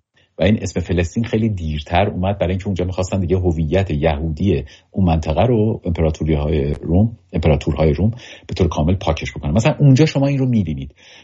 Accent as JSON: {"language": "Persian", "country": "Iran", "said": "به عنوان یک ایرانی"}